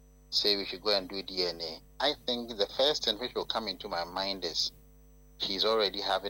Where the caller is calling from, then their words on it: Kumasi, Ashanti, Ghana; from KNUST.